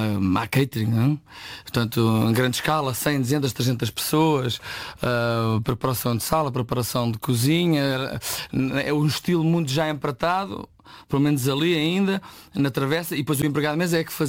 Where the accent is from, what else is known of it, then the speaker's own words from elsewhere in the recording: Ribamar, Lisbon, Portugal; Olha, eu sou de Ribamar de Lourinhã, no Oeste, e a minha mãe é pasteleira e o meu pai é agricultor.